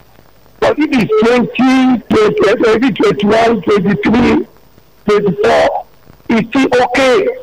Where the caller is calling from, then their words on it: Karu, Nasarawa, Nigeria; I'm calling from Karuye.